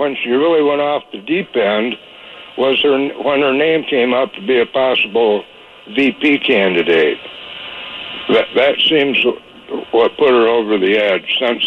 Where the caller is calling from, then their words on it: Michigan, United States; here in Michigan